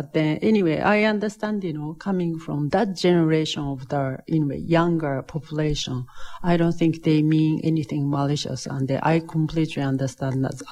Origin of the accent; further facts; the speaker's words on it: Okayama, Japan; English is a second language; moved away as an adult; also born or lived in Iowa; now in Indiana, United States; Most of life is Midwest of Japan, and a place called Okayama, a lot like one of those Midwest states, more like, you know, Ohio.